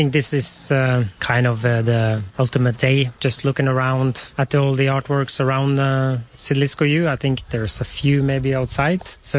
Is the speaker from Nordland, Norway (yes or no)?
yes; Bodø, Nordland, Norway; I come from Bodø in northern Norway